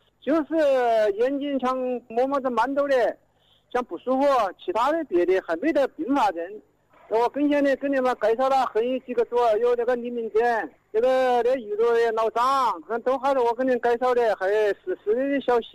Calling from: Yidu, Hubei, China; 我是湖北宜都的。

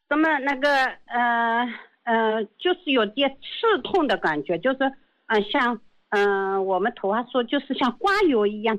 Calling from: Hangzhou, Zhejiang, China; 我是萧山的

